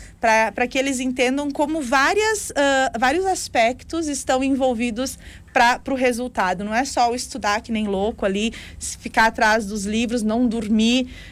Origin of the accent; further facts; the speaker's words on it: Rio Grande do Sul, Brazil; eu venho do Vale do Taquari